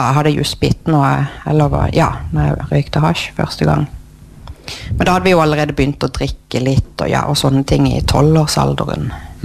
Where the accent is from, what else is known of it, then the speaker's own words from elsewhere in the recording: Kristiansand, Agder, Norway; og jeg er oppvokst på Slettøya da, sammen med min mor.